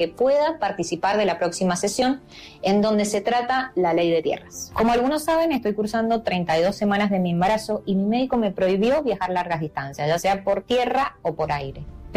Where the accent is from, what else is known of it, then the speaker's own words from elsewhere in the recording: Argentina; mi derecho, mi deber y mi obligación como argentina y mujer del interior